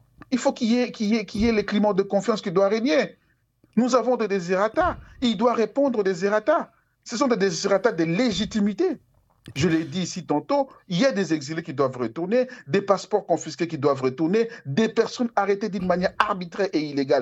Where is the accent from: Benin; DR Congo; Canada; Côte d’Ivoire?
DR Congo; C'est là où moi, je réside aujourd'hui